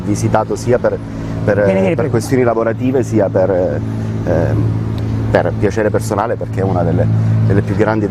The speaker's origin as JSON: {"language": "Italian", "town": "Palermo", "region": "Sicily", "country": "Italy"}